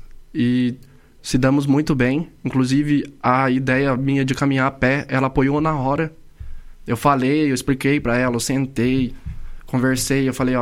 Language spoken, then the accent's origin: Portuguese; Pinhalão, Paraná, Brazil; moved away as an adult; now in Maringá, Brazil; eu sou natural de Pinhalão, Paraná. É uma cidade de 6 mil habitantes. Fica localizado no Nordeste Paranaense. É. Norte Velho Pioneiro.